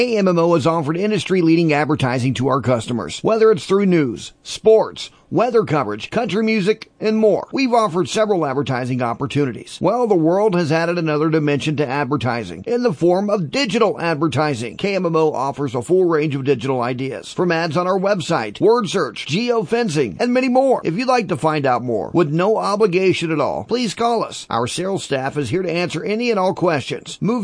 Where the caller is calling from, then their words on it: Marshall Junction, Missouri, United States; I'm calling from Marshall Junction.